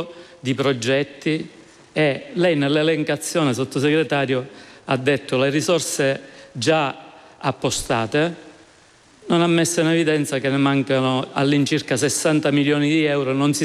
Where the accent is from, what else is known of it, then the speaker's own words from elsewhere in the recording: Sicily, Italy; io da siciliano, da rappresentante, da parlamentare di quei territori